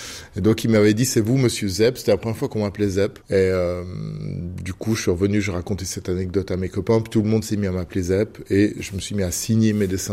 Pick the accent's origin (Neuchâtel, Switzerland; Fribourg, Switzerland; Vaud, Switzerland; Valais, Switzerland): Fribourg, Switzerland; un petit peu partout en Suisse, je crois. En tout cas en Suisse romande, mais nous on vient de Fribourg.